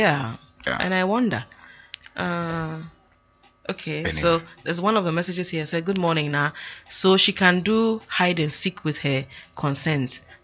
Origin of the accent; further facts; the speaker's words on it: Somanya, Eastern Region, Ghana; I am Kromo.